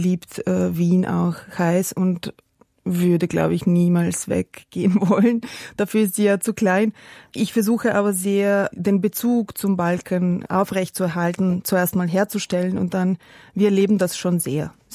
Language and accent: German; Belgrade, Serbia; German is a second language; moved away as an adult; also born or lived in Zagreb, Croatia; now in Vienna, Austria; Also ich bin in Jugoslawien groß geworden, ich wurde in Jugoslawien geboren, habe eine sehr glückliche Kindheit dort verbracht vor dem Ausbruch des Krieges sozusagen, und dieses Jugoslawien gibt es durchaus in mir und wird es immer geben.